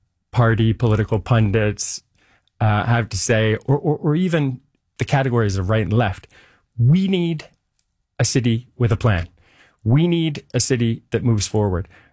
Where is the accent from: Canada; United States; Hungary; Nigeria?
Canada; Toronto, Ontario; I'm a guy from Toronto, John. Grew up here, went to school here. My parents have always lived here.